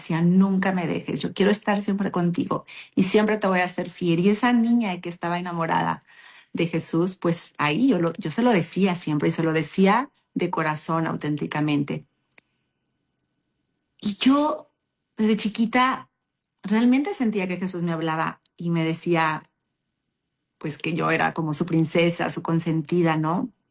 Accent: León, Guanajuato, Mexico; born there; soy mexicana, nacida en la ciudad de León, Guanajuato, un 21 de febrero de 1980, próxima a cumplir un año más de vida

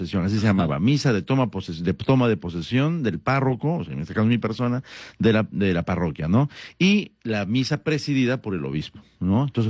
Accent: Peru

